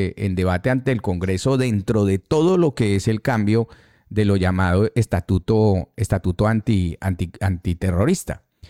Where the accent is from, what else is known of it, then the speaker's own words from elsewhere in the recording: Colombia; moved away; Nosotros en muchos casos hemos sido colombianos que hemos salido del país hace muchos años y nos hemos quedado